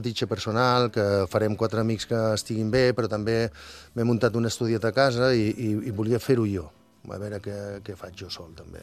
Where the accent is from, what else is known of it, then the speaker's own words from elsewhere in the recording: Girona, Catalonia, Spain; Jo soc de Girona, jo soc de Girona.